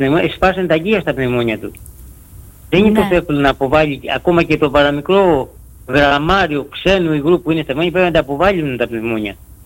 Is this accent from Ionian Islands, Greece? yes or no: yes; Lithakia, Ionian Islands, Greece; Λιθακιά, Λιθακιά.